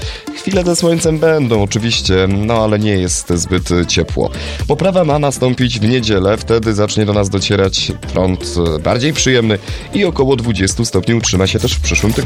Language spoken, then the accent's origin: Polish; Kraków, Lesser Poland, Poland; jak to mówimy po krakowsku, na pole.